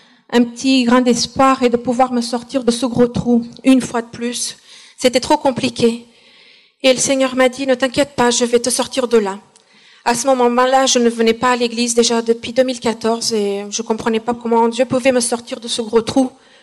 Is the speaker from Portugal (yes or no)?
yes; Portugal; moved away; je suis portugaise, donc la plupart de mes amis sont au Portugal